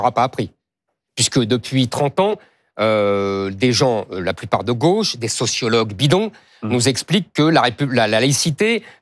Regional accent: France; Je suis non seulement dans la minorité parce que je suis de confession juive, et je suis deuxièmement dans la minorité parce que je suis un Français de branche et non pas un Français de souche.

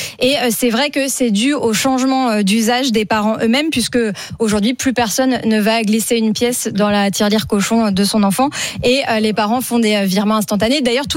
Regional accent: Normandy, France; Et les Normands, les plus radins. Ça tombe bien, je suis normande.

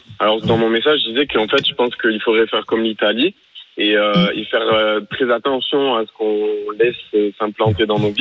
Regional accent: Toulouse, Occitanie, France; moi, je viens de Toulouse.

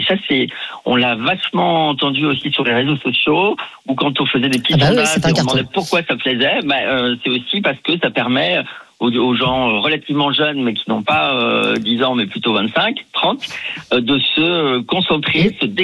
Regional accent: Bergerac, Nouvelle-Aquitaine, France; On a de la chance puisque moi, je viens de Bergerac

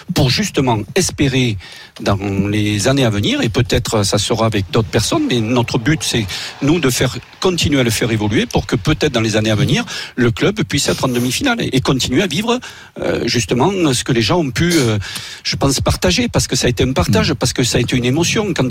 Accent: Nouvelle-Aquitaine, France; Voilà, je suis bien du Périgord, et bien un vrai Périgourdin.

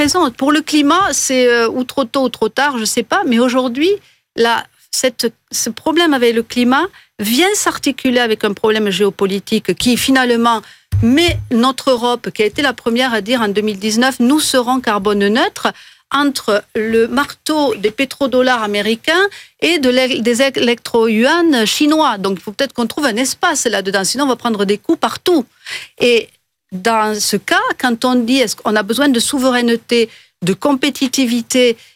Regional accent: France

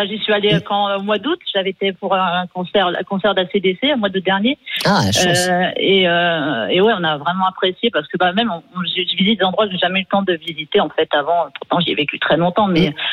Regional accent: Paris, Île-de-France, France; moved away as an adult; now in Toulon, France; moi, je suis native de Paris. Donc, j'ai vécu à peu près 37 ans. Je suis partie il y a une dizaine d'années. Bon, après, je ne vivais pas vraiment dans Paris. Je vivais en Grande Couronne

